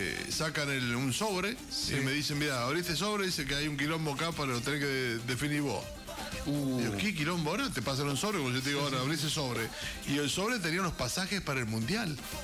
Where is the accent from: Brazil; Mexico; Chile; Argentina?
Argentina; Mendoza; soy periodista de Mendoza, acá tengo los vuelos, tengo los pasajes, yo no sabía que el pasaporte demoraba tanto, vengo de Mendoza, sí.